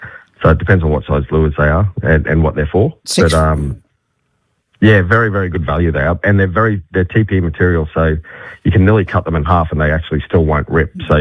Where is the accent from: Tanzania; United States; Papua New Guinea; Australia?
Australia; I'm Australian.